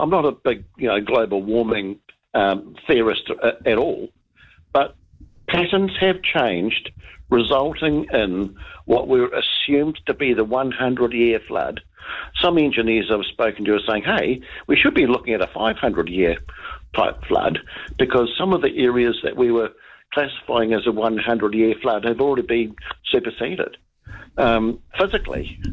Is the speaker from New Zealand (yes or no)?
yes; Christchurch, Canterbury, New Zealand; if you go back to the earthquakes in Christchurch, and I'm originally from Christchurch